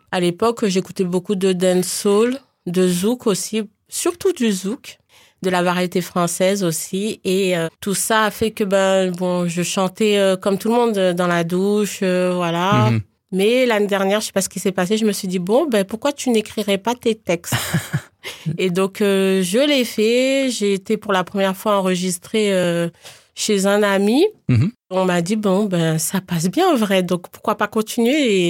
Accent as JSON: {"language": "French", "town": "Paris", "region": "Île-de-France", "country": "France", "tie": "born or raised there", "said": "Voilà, je suis d'origine guadeloupéenne, mais née à Paris. Mm-hmm. J'ai vécu à Paris, dans la banlieue parisienne."}